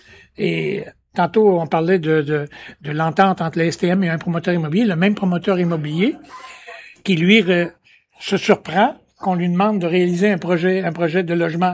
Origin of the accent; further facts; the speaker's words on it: Quebec, Canada; Je viens d'Allemont au Lac-Saint-Jean.